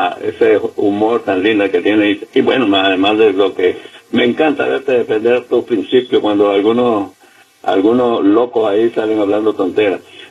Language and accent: Spanish; Nicaragua; me siento orgulloso de él, como tantos nicaragüenses que a veces ni aparecen